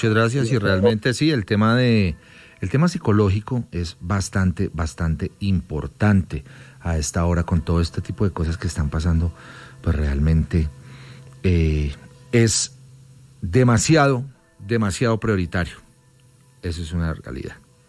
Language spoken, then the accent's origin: Spanish; Colombia; aquí somos colombianos y eso es lo más importante en este momento.